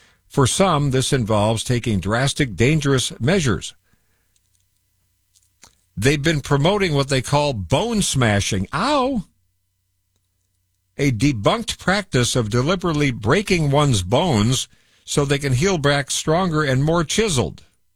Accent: Illinois, United States; now in San Diego, United States; and I grew up in Illinois. I've been in San Diego, based in San Diego for 50 years.

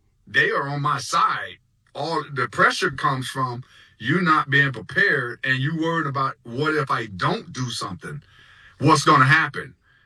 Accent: Tampa, Florida, United States; also born or lived in St. Petersburg, Florida; You know, I used to live by the stadium, you know, when I lived in St. Pete, and I grew up in Tampa my whole life.

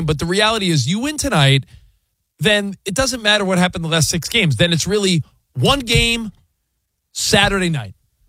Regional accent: East Coast, United States; We're big … fans. We're from the East Coast.

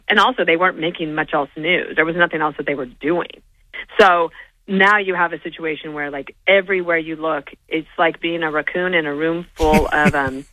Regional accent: United States; born there; also born or lived in Colorado; When I was very young and I was growing up in Wyoming and Colorado

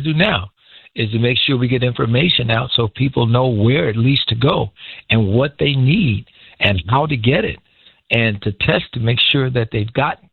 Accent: Inglewood, California, United States; I grew up as a kid growing up in Inglewood, and neither of my parents had a degree past high school.

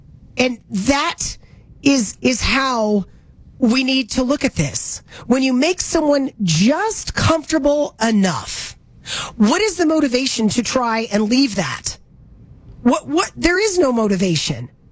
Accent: Deep South, United States; I am from the Deep South.

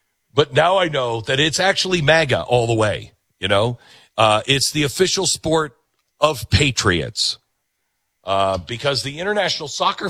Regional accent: Kentucky, United States; Well, my grandpa was from Armenia. My grandmother was from Costa Rica, but my dad's German. I'm from Kentucky.

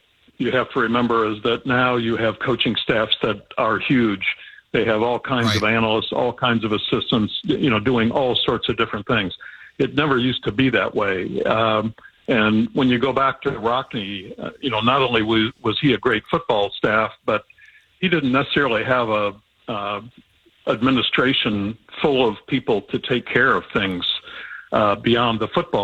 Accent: South Bend, Indiana, United States; I grew up in South Bend

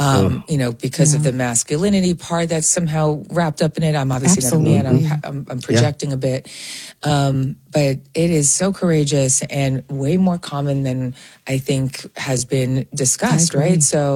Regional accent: New York, United States; accent: Long Island; Super Long Island girl. I sense my Long Island accent.

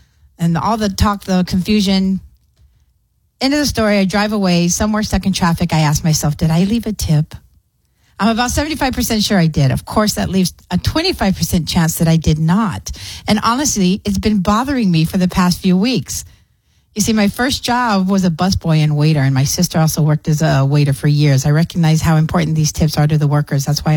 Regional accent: El Paso, Texas, United States; I'm from El Paso, Texas.

